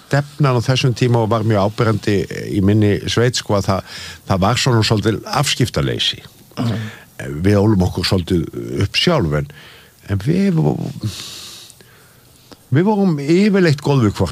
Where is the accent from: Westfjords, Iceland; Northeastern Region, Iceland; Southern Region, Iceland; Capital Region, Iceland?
Southern Region, Iceland; Hveragerði; born there; Nei, ég fættur þar